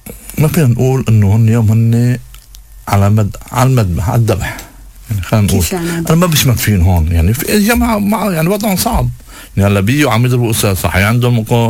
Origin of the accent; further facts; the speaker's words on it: Lebanon; أنا كلبناني